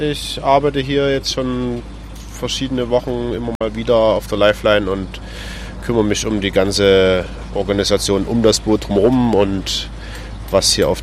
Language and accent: German; Dresden, Saxony, Germany; Und dann war es natürlich recht naheliegend, das in einem Verein zu tun, der auch in meiner Heimatstadt, also in dem Fall Dresden, ansässig ist.